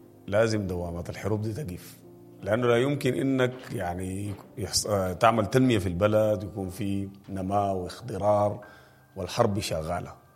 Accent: Sudan; أفضل لنا كسودانيين إننا نعيش في سلام

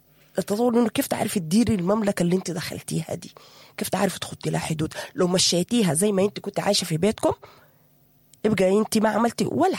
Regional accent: Sudan; نحن كمجتمع سوداني

